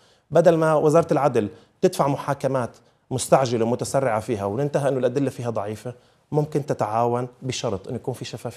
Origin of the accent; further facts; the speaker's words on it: Syria; وكانت السلطة تسخر من المشاركين من عقولنا جميعا كسوريين